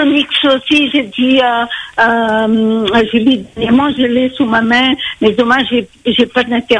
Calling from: Réunion; comme moi, je suis réunionnaise aussi, j'aime mon île

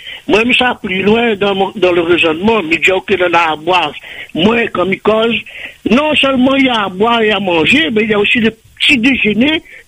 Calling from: Réunion; moi, en tant que Réunionnais

